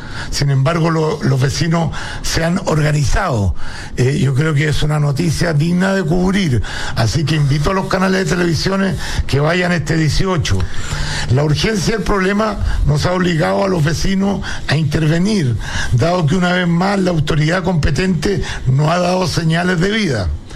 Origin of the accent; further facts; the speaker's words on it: Aculeo, Santiago Metropolitan Region, Chile; nosotros, los que somos laguneros de Aculeo, donde se viven las fiestas patrias con mucha fuerza también